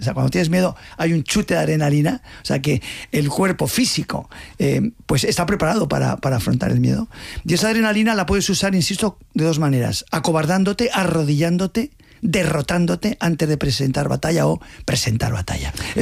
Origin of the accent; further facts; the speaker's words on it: Pamplona, Navarre, Spain; born there; also born or lived in Madrid / Germany / Russia / United States; Bueno, yo nací en Pamplona, pero he vivido mucho en Madrid, he vivido también en el extranjero, más de la mitad de mi vida he vivido fuera, mucho en Alemania, en Rusia, he vivido mucho en Estados Unidos.